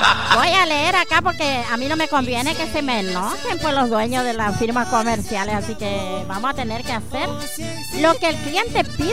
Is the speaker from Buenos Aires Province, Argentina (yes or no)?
no; Formosa, Argentina; la música que nos identifica como argentino y como formoseño de Yapa.